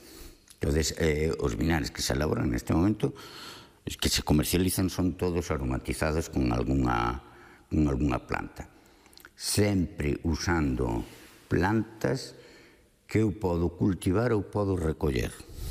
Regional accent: Galicia, Spain; o feito de chamar vinagres do Ribeiro é porque eu son do Ribeiro. E a minha palabra Ribeiro ten moito valor e moito significado. Eu nací nun pobo.

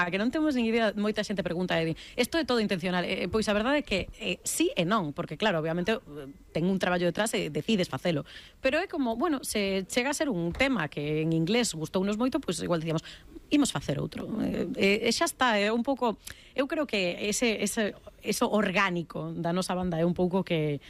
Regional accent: A Coruña, Galicia, Spain; nos nunca dicíamos somos de Coruña ou somos españoles, ou sempre dicíamos somos galegos.

